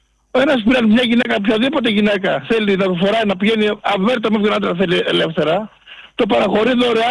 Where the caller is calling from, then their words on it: Volos, Thessaly, Greece; από το Βόλο